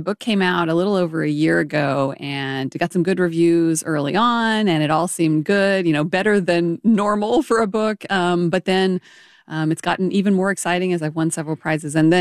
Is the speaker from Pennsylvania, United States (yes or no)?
no; Arkansas, United States; So I think growing up in Arkansas, I had really great history teachers, and I learned a lot about the history of Black and white in Arkansas